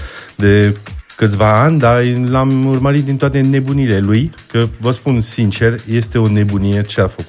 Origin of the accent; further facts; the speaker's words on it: France; moved away; că eu sunt francez, la bază